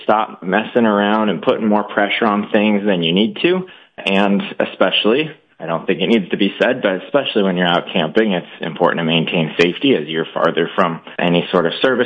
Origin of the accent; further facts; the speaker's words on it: Spokane, Washington, United States; I grew up in Spokane, Washington. So just outside of Spokane, there's a lake called Sullivan Lake, maybe 2 hours north.